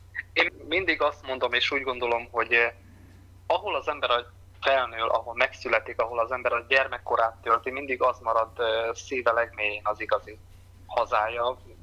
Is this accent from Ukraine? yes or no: yes; Berehove, Zakarpattia Oblast, Ukraine; Igen, hát én egy nagyon szép kis polgári városban születtem, az egykori történelmi Magyarország Bereg vármegyéhez tartozott. Beregszász városa egy nagyon nagy múltú város